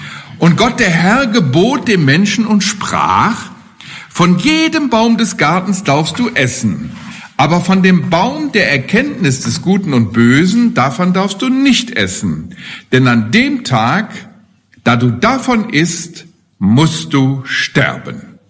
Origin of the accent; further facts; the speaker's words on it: Hesse, Germany; Ich komme ja aus der Nähe von Haiger.